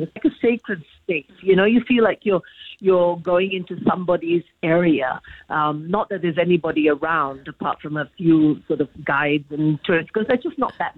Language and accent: English; Singapore; also born or lived in Hong Kong; now in Bali, Indonesia; growing up in Singapore and then in Hong Kong, living in Hong Kong, you have this huge variety of food. And suddenly coming to Bali, and especially 12 years ago